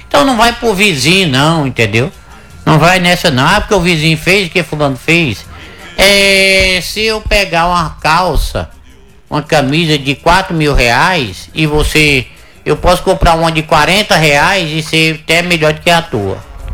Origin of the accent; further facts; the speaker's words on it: Brazil; Eu sou brasileiro, gosto do Brasil e torço pelo Brasil.